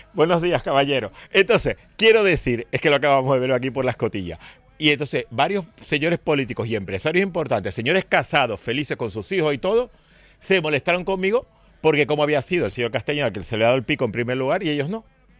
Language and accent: Spanish; Canary Islands, Spain; Somos canarios españoles